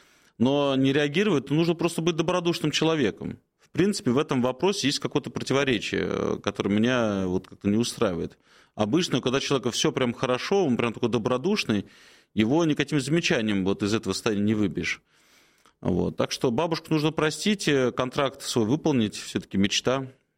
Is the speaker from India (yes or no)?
no; Moscow, Russia; Мы вообще москвичи, всех любим, россиян.